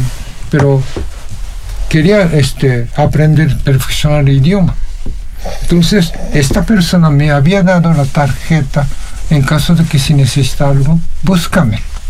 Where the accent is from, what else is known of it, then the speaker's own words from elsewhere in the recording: Nagasaki, Japan; moved away as an adult; now in Mexico; soy de Nagasaki.